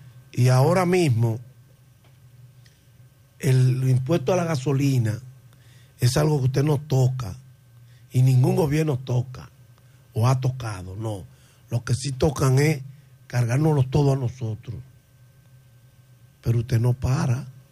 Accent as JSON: {"language": "Spanish", "country": "Dominican Republic", "said": "nosotros como dominicanos queremos ver un poco de sacrificio del gobierno."}